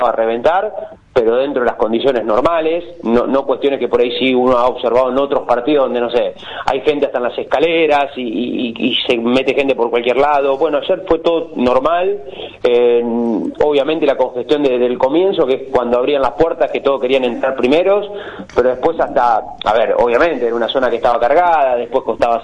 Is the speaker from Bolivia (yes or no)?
no; Argentina; a veces como argentinos